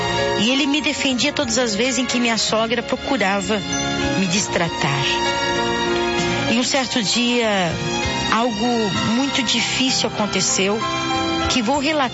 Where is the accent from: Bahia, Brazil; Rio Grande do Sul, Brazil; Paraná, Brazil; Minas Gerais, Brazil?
Bahia, Brazil; moved away as an adult; now in Lins, Brazil; Nasci na Bahia e vivi lá durante meus 22 anos.